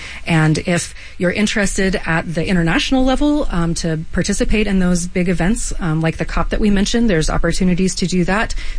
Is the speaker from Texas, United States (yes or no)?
yes; Texas, United States; So I am from Texas originally, and I'm seventh or eighth generation Texan.